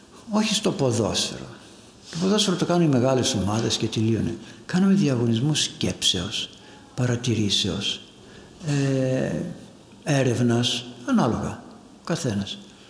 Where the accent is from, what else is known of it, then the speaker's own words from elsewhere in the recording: Larisa, Thessaly, Greece; born there; Εγώ γεννήθηκα στη Λάρισα, πάω στρατιώτης στον Εύρο, γνωρίζω μια κοπέλα, την παντρεύουμε.